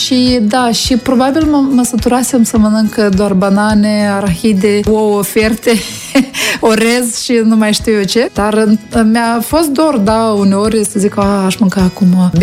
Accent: Moldova; Că sunt din Moldova.

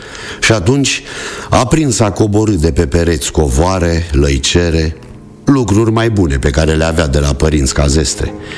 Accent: Moldova; aveam 9 ani, așa că mi-l aduc aminte, binișor. … din Vărati Grâșcani

